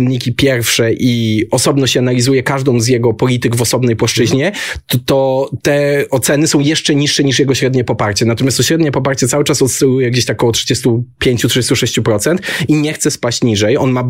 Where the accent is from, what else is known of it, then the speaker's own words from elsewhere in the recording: Wrocław, Lower Silesian Voivodeship, Poland; mimo że rzeczywiście pochodzę z Wrocławia i Odrę lubię i z Odrą mam dobre wspomnienia